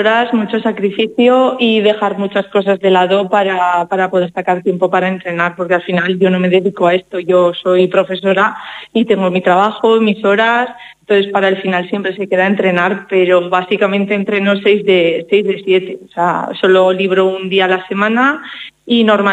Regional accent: Sádaba, Aragon, Spain; now in Teruel, Spain; Sádaba para mí es mi casa, es volver a mi casa. Además, yo nunca he perdido las raíces con mi pueblo siempre. O sea, me fui a vivir a Teruel hace ya muchos años por tema trabajo y estudiar, pero siempre he vuelto a Sádaba, no solo en verano, siempre. Es que es casa, es volver a pasear por las calles de mi pueblo

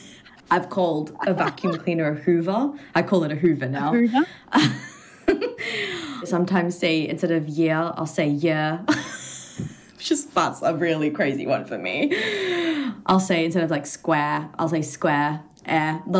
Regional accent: Australia; accent: Australian; And as soon as I hear him, I'm back into my true Australian accent.

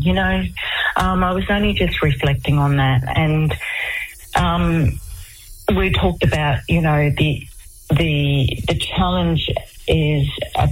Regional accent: Weipa, Queensland, Australia; born or raised there

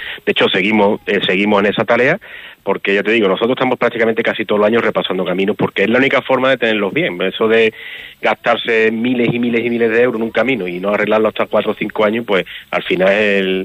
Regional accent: Villarrasa, Andalusia, Spain

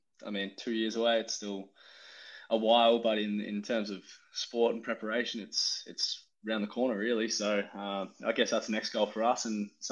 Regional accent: Bendigo, Victoria, Australia; I'm originally from Bendigo, Victoria.

